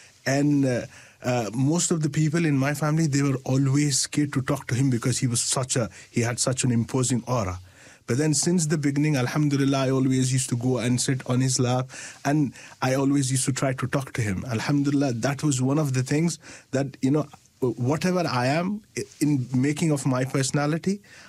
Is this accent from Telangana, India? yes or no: yes; Hyderabad, Telangana, India; moved away; I come from a place called Hyderabad. Hyderabad is like, you know, a city steeped in tradition, it's like a culinary capital of India.